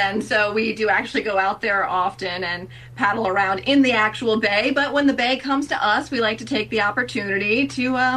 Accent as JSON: {"language": "English", "town": "New York City", "region": "New York", "country": "United States", "tie": "born or raised there", "said": "we grew up in Howard Beach."}